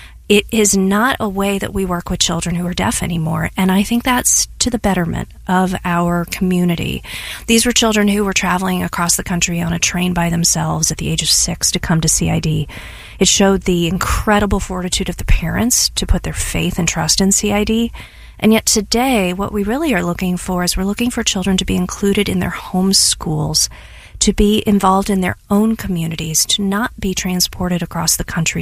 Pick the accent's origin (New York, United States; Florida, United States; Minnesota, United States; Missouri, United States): Missouri, United States; St. Louis; I grew up in St. Louis and I went away to college and I found myself back at home over a holiday break.